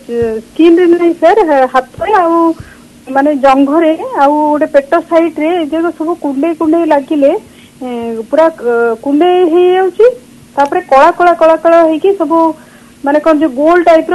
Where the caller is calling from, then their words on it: West Bengal, India; ପଶ୍ଚିମବଙ୍ଗରୁ କହୁଥିଲି ମ୍ୟାଡମ।